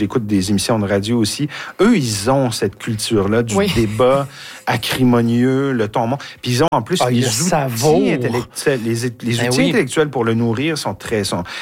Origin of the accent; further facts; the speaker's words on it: Quebec, Canada; Les débats politiciens chez nous au Québec, c'est souvent cacophonique.